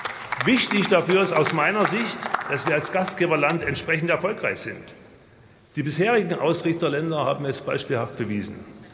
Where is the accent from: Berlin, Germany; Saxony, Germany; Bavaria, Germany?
Saxony, Germany; Leipzig; als stolzer Leipziger